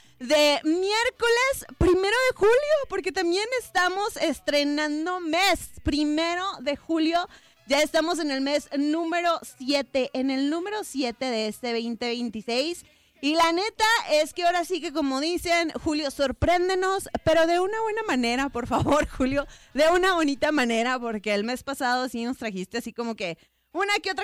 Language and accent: Spanish; Mexico; todavía más orgulloso de ser mexicano